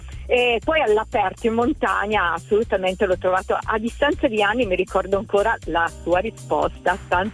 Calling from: Biella, Piedmont, Italy; Sono di Biella

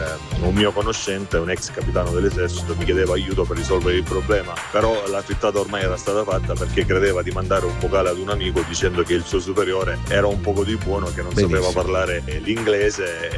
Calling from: Lecce, Apulia, Italy; da Lecce.

